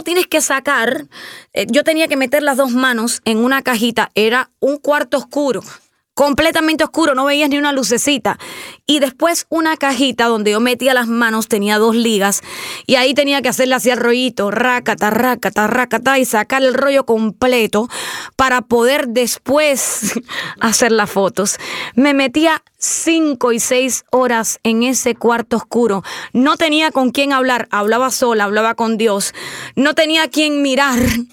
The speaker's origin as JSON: {"language": "Spanish", "country": "Cuba", "said": "Y yo soy cubana."}